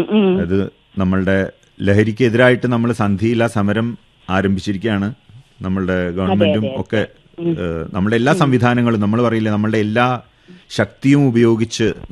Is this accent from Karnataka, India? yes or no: no; Melattur, Kerala, India